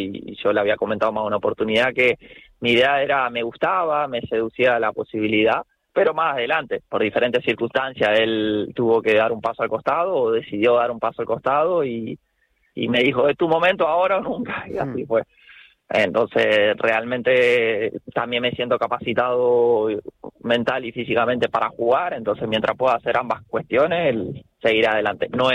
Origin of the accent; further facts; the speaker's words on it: Argentina; also born or lived in Uruguay / England; now in Canary Islands, Spain; en este caso de Argentina me fui a Uruguay, de Uruguay a Inglaterra, de Inglaterra vine acá a Canarias, siempre ligado al fútbol, la verdad.